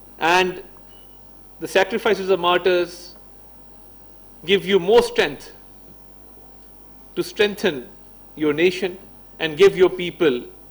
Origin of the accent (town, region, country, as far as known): Pakistan